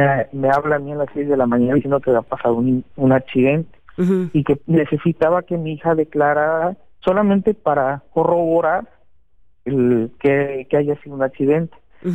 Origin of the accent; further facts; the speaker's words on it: Poza Rica, Veracruz, Mexico; nosotros somos de Poza Rica, Veracruz